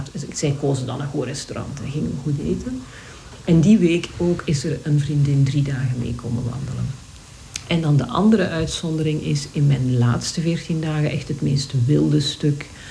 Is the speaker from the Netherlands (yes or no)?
no; Flanders, Belgium; Want ik ben een wandelaar van Vlaanderen. Veel bergen hebben wij niet.